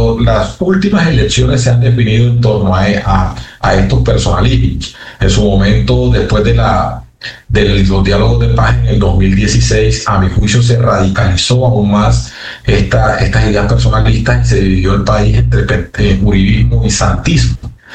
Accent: Colombia; nosotros como colombianos

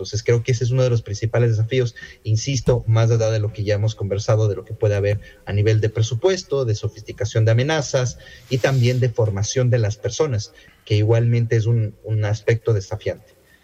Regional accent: Ecuador; now in Brazil; yo no vivo en el Ecuador, y aunque yo soy ecuatoriano, trabajo con empresas ecuatorianas, yo vivo en Brasil

